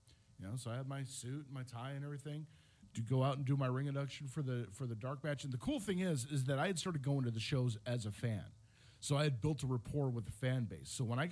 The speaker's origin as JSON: {"language": "English", "region": "California", "country": "United States", "tie": "born or raised there", "also_born_or_lived": "Atlanta, Georgia / Boise, Idaho", "moved": "as an adult", "lives_now": "Chautauqua County, New York, United States", "said": "growing up in California and living in Atlanta and then Boise, Idaho"}